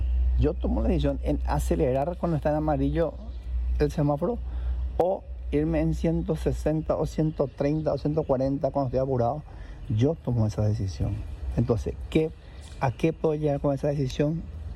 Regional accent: Paraguay; sabemos como paraguayo, ¿verdad?

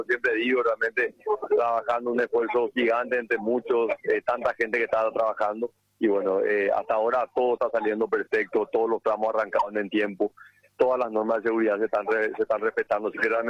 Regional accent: Paraguay

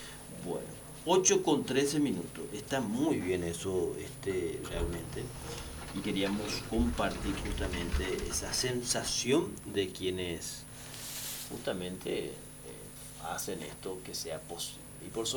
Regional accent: Pilar, Ñeembucú, Paraguay; nos enorgullece como paraguayos y principalmente como pilarenses

